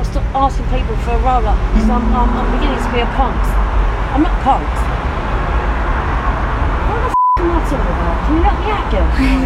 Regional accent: London, United Kingdom; also born or lived in Paddington; I was born and bred in Marylebone.

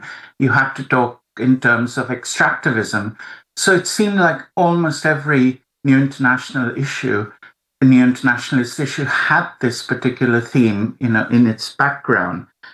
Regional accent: India; And this was unheard of at the time, even for where I grew up in India.

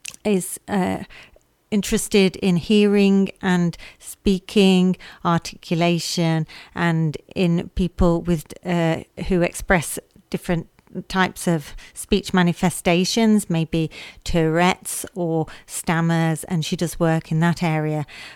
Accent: Bolton, North West England, United Kingdom; accent: Bolton; I'm from Bolton

